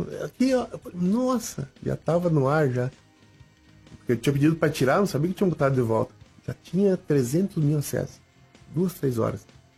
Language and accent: Portuguese; Rio Grande do Sul, Brazil; now in Curitiba, Brazil; Eu sou gaúcho, vou perder a identidade. Meio bairrista ainda, né? Tu vê, depois virei bairrista curitibano. Eu sou curitibano.